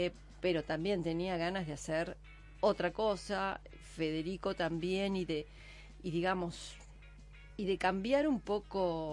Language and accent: Spanish; La Plata, Buenos Aires Province, Argentina; Yo en realidad soy platense.